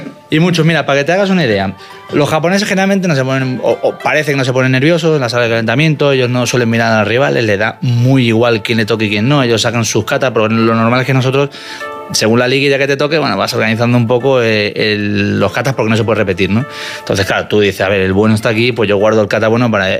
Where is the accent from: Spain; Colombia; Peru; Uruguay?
Spain; Málaga, Andalusia; moved away as an adult; also born or lived in Madrid